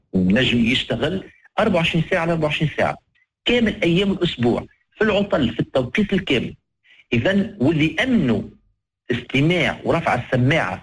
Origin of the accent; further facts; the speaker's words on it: Tunisia; احنا كعائلة تونسية